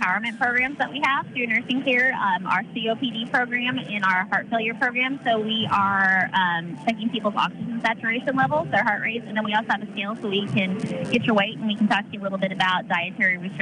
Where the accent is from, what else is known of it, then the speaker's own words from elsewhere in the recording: Bedford, Indiana, United States; I'm a Bedford girl. I'm from Lawrence County myself.